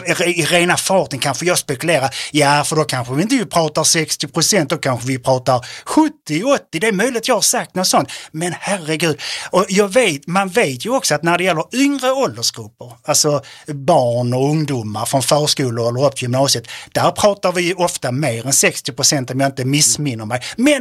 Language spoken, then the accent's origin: Swedish; Malmö, Skåne, Sweden; jag är själv uppvuxen på Söderkulla.